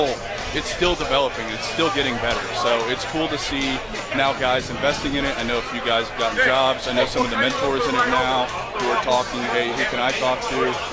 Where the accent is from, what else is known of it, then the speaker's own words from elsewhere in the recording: the South, United States; Man, growing up in the South, I didn't grow up a Notre Dame fan.